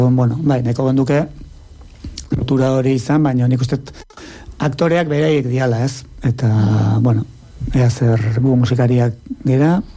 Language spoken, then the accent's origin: Basque; Tolosa, Basque Country, Spain; ni Tolosarra naiz, Tolosan baditugu bi